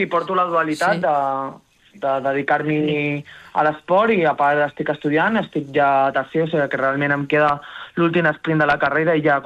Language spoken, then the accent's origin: Catalan; Terrassa, Catalonia, Spain; jo, com soc de Terrassa, ja ets anar a Barcelona cada dia.